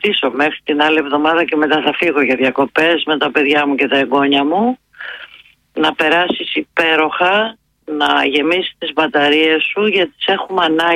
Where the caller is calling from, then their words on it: Cyprus; Εγώ είμαι από Κύπρο.